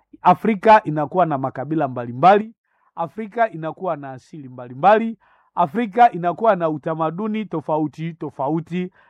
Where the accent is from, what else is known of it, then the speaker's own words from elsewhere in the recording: North Kivu, DR Congo; Ni kama leo kwetu sisi Wanande, wanasema sisi Wanande tulitokea sehemu za Uganda na tulivuka kwenye mgongo ya nyoka.